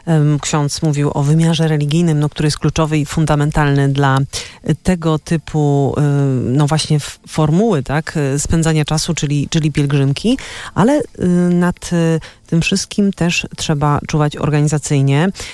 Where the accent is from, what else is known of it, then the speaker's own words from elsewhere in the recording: Częstochowa, Silesian Voivodeship, Poland; ja też jestem częstochowianką, więc pozdrawiam wszystkich częstochowian